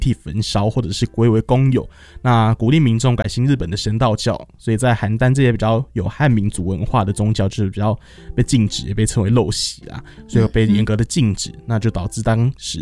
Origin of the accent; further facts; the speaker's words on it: Taiwan; 我不能砸了我们台湾人的招牌。